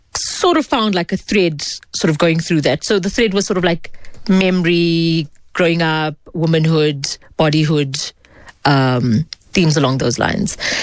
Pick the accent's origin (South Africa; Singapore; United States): South Africa; a Muslim woman, Muslim Indian woman growing up in South Africa